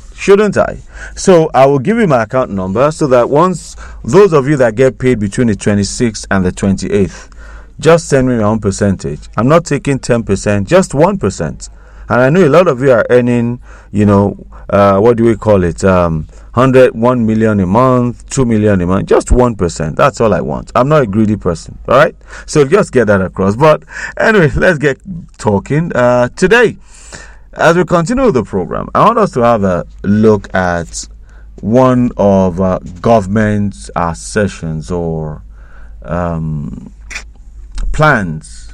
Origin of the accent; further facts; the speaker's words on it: Nigeria; as Nigerians?